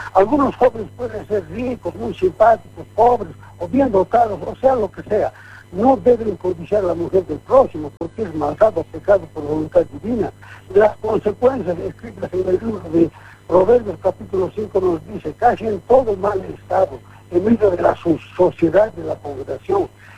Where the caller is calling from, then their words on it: Oruro, Bolivia; Le hablo de Toruro